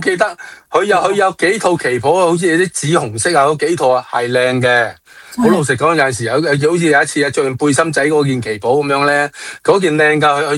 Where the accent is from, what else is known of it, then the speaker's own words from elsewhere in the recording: Hong Kong, China; 作为我系香港人，我仲喺香港嘅 KOL，